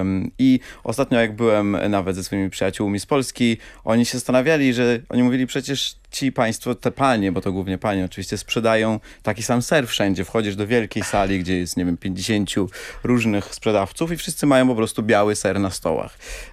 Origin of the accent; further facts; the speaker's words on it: Chișinău, Moldova; moved away; Kiszyniowianin, tak, pochodzę z Kiszyniowa.